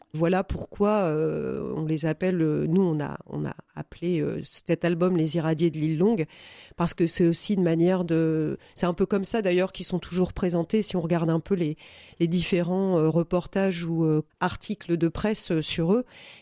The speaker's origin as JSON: {"language": "French", "region": "eastern France", "country": "France", "moved": "as an adult", "lives_now": "Brest, France", "said": "puisque je viens de l'Est de la France et je le raconte aussi dans ce livre. Ça fait maintenant une quinzaine d'années que je suis sur Brest."}